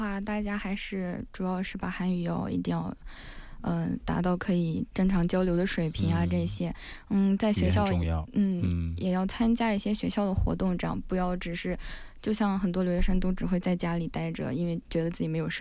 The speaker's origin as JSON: {"language": "Chinese", "country": "China", "said": "作为中国人"}